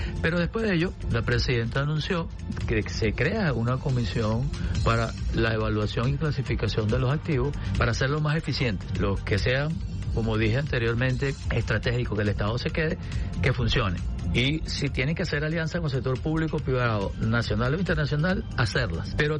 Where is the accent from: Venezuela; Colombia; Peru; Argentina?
Venezuela; yo como venezolano lo siento en mi bolsillo